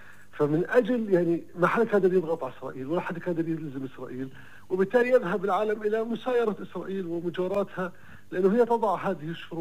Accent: Palestine; هلأ بالنسبة لنا كفلسطينيين ما بدنا نظل نقول حماس

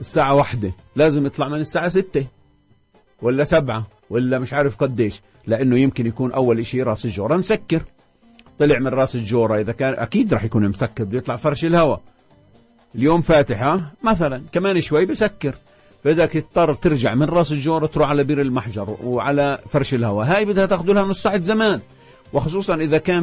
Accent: Palestine; كفلسطينيين

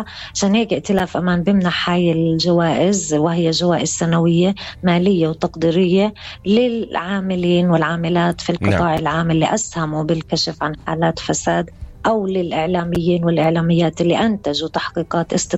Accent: Palestine; احنا كشعب فلسطيني

